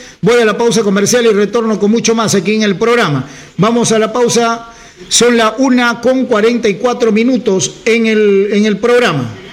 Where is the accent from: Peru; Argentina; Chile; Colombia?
Peru; Utcubamba Province, Amazonas; Somos la provincia de Cucubamba, la provincia más limosnera que hay en Amazonas.